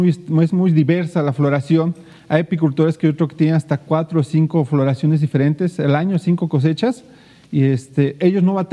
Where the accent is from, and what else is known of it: Xico, Veracruz, Mexico; born or raised there; now in Dos Ríos, Mexico